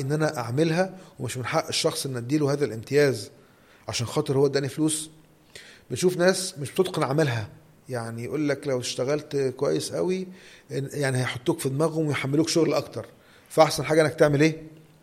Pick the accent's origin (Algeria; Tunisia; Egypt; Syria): Egypt; بلغتنا كمصريين